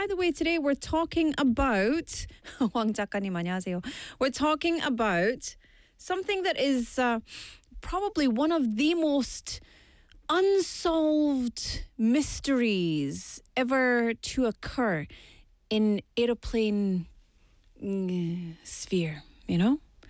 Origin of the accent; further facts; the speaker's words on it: Scotland, United Kingdom; accent: Scottish; now in Busan, South Korea; I don't know if they understand my Scottish accent.